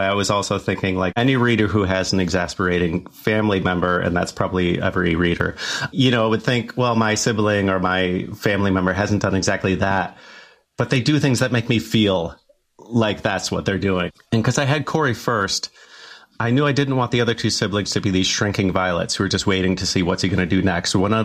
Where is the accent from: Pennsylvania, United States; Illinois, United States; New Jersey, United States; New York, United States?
Illinois, United States; Chicago; I'm from the Chicago area. And so Michigan is our beloved neighbor.